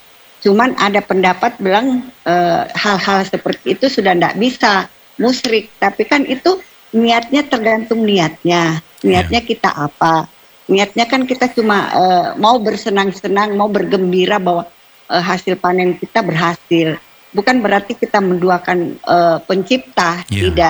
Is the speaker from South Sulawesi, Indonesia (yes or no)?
yes; South Sulawesi, Indonesia; sementara kita orang Sulawesi Selatan seakan-akan sudah mau melupakan yang seperti itu.